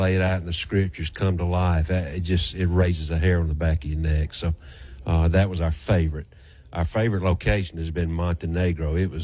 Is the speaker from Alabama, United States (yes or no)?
yes; Alabama, United States; I'm from Central Alabama.